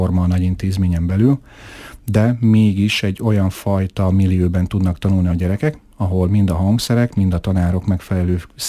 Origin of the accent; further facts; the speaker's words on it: Miskolc, Borsod-Abaúj-Zemplén, Hungary; úgyhogy ide jártam, itt éltem, itt nőttem föl.